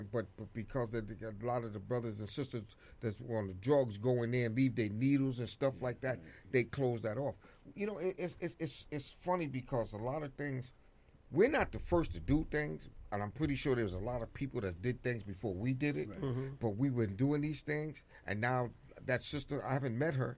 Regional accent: New York, United States; I grew up in Harlem. I'm telling you, I never heard a Spanish voice in my life. I grew up on 142nd Street in Lenox Avenue.

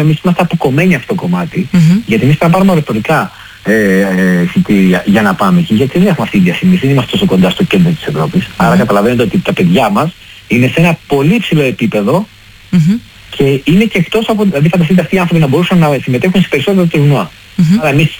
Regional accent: Greece; πόσο τυχεροί είμαστε που είμαστε Έλληνες. Πόσο τυχεροί είμαστε που ζούμε στην Ελλάδα.

